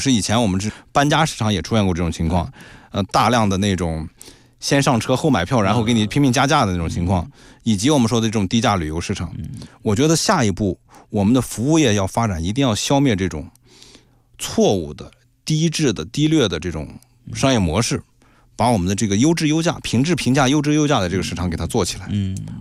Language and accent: Chinese; China; 我们中国人有句话叫做"来都来了"